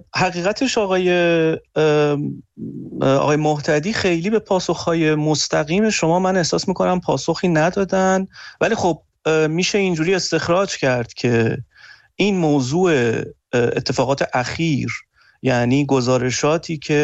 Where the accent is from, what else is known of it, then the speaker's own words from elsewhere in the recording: Iran; من به عنوان یک ایرانی